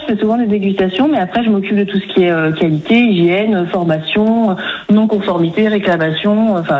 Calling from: Saint-Galmier, Auvergne-Rhône-Alpes, France; De Saint-Galmier, dans la Loire, pas loin de Saint-Étienne.

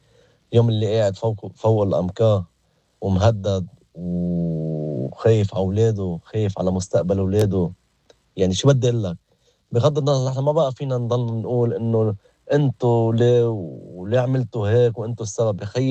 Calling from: Lebanon; نحن الشعب اللبناني منحب بعض، نحن الشعب اللبناني نعرف نعيش مع بعض

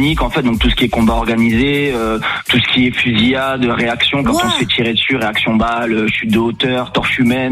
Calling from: Île-de-France, France; Je vous appelle de Ozon-la-Ferrière, en Seine-et-Marne.

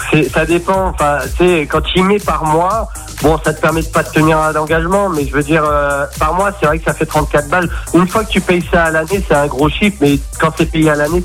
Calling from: Normandy, France; Moi je suis de Normandie, de la Manche.

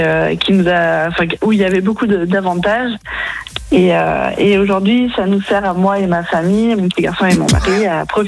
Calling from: Saint-Nazaire, Pays de la Loire, France; Je suis de Saint-Nazaire

